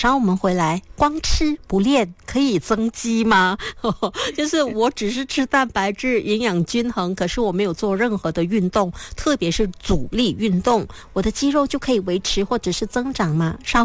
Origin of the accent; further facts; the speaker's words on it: Guangdong, China; 像我们广东人啊，就熬很多很多好料的汤哦